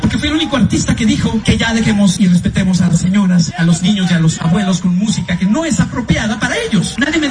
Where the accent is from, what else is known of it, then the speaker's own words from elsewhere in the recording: Mexico; Somos mexicanos, güey. Habla como mexicano, güey. No hable como puertorriqueño.